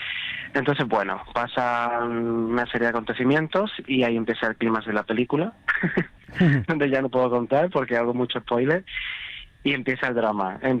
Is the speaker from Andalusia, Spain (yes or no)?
yes; Lucena, Andalusia, Spain; Yo soy de Lucena, de Córdoba, pero me siento muy malagueño.